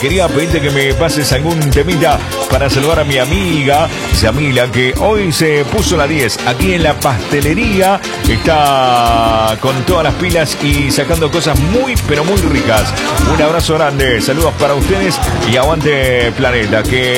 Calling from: San Carlos, Mendoza, Argentina; Que la sigan, bueno, soy de San Carlos, Mendoza.

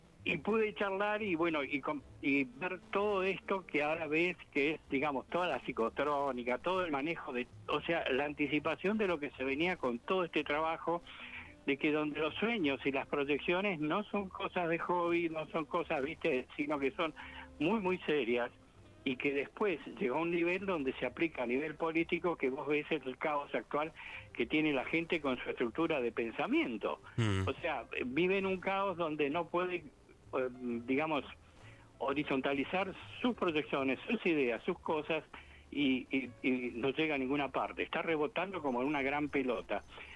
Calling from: Bahía Blanca, Buenos Aires Province, Argentina; de Bahía Blanca.

